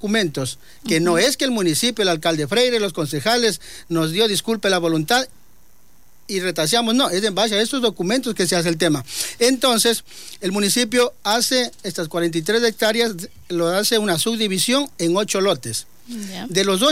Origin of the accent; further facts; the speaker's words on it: Salcedo, Cotopaxi, Ecuador; yo soy de Salcedo, Cotopaxi.